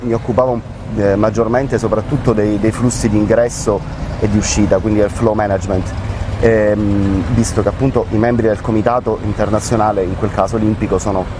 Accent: Palermo, Sicily, Italy; now in Taranto, Italy; io da quando sono qui mi sento a casa, da palermitano.

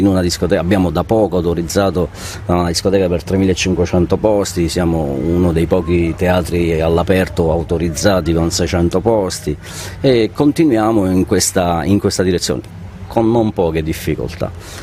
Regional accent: Molise, Italy; siamo entrambi molisani. Però è impossibile non innamorarsi di questo territorio.

